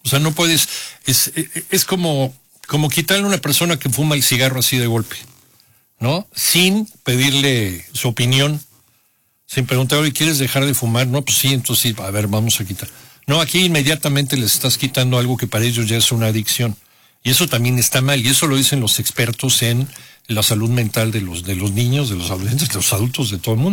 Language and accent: Spanish; Mexico; Para poder sacar tu pasaporte como mexicano. Ya hace mucho que eso ya no, ya no aplica. Pero a mí todavía me tocó, cuando cumplí 18 años, tuve que hacer la renuncia de la nacionalidad de mi padre.